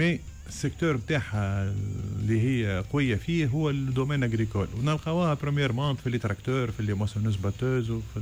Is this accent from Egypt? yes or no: no; Tunisia; خاطر احنا ما عندناش لا فيرك لا لا ثلج لا حتى شيء.